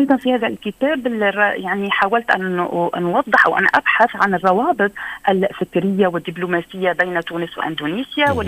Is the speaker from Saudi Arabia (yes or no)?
no; Lebanon; بما أنني يعني لبنانية